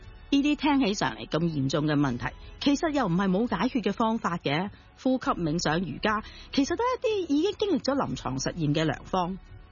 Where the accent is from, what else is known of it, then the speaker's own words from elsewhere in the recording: Hong Kong; 但係我真係覺得我哋香港人成日都唔係好想做呢樣嘢咧